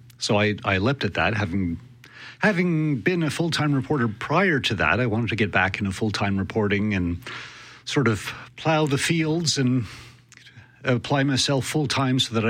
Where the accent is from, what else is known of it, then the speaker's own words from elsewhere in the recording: Montreal, Quebec, Canada; moved away as an adult; now in Winnipeg, Canada; And having been born and raised in Montreal, spent about the first 24 years of my life there.